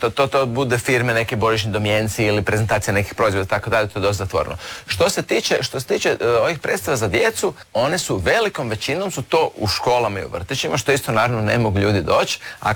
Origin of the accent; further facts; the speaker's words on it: Croatia; nisu baš bili samo američki, ja sam iz Hrvatske.